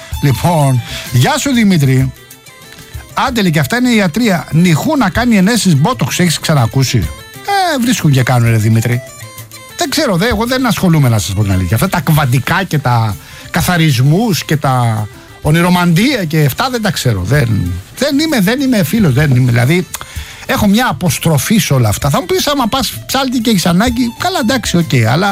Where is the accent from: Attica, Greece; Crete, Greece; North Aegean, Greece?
Attica, Greece; Rafina; Ω, από την πατρίδα μου βλέπω. Τη Ραφίνα με το ροδαλό χρωματισμό της ατμόσφαιρας πίσω από τα βουνά της Εύβοιας.